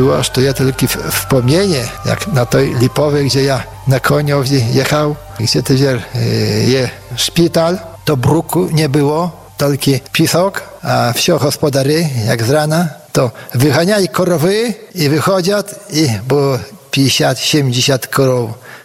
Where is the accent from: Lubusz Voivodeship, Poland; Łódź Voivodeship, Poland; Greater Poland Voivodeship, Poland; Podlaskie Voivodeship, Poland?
Podlaskie Voivodeship, Poland; Hajnówka; Z Hajnoki pochodzę, z dziada, pradziada, korenie tutaj moje.